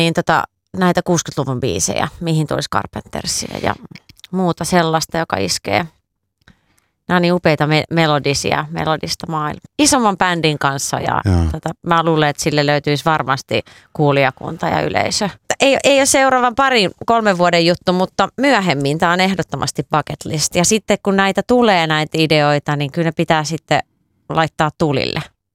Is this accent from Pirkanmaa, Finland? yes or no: yes; Viiala, Pirkanmaa, Finland; me perustettiin Viialassa, mistä mä oon kotoisin, pieni paikka, 5000 asukasta, missä ei ollut mitään tanssiryhmää.